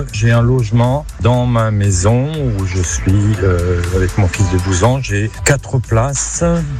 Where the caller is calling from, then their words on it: Nouvelle-Aquitaine, France; Je suis en Dordogne, mais à la limite de la Gironde et dans un secteur géographique très sympa.